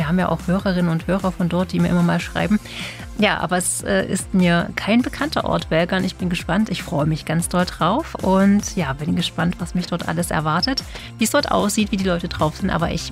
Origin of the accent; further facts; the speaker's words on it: Leipzig, Saxony, Germany; Ich bin ja Leipzigerin und viel im Leipziger Süden zu Hause und dort auch immer unterwegs.